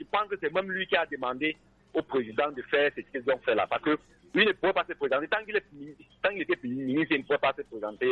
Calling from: Mokolo, Far North, Cameroon; je vous appelle de Mokolo.

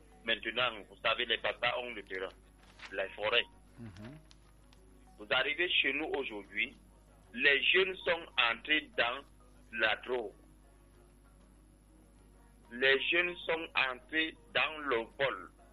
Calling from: Cameroon; Moi, je suis plus jeune. Vous savez, je suis Bata, excusez-moi de le dire. Je suis en Balmayo, je fais le maïs à Fumbot.

